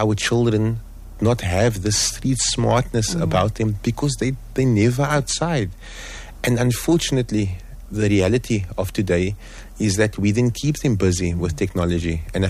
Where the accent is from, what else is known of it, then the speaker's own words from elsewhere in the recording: Cape Town, Western Cape, South Africa; I grew up in Strandfontein.